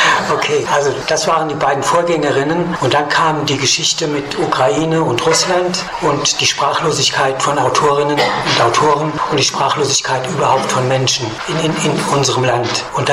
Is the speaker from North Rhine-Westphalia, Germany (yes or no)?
no; Bingen am Rhein, Rhineland-Palatinate, Germany; Aus Bingen am Rhein und bin dann in verschiedenen St